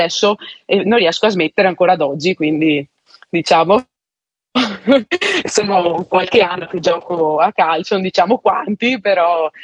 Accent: Venice, Veneto, Italy; già da piccola nei campielli veneziani, infatti essendo veneziana, giocavo con i maschi

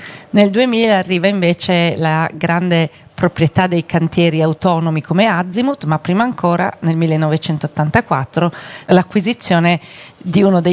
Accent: Turin, Piedmont, Italy; conoscenti con un piccolo ufficetto a Torino, noi siamo torinesi.

